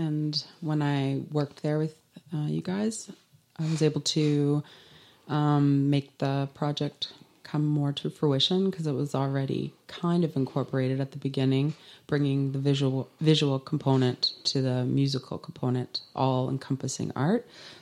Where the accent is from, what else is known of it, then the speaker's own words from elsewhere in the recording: Ontario, Canada; now in Wells, Canada; when I came from Ontario to Wells and met Little Fowler and Mr. Crawford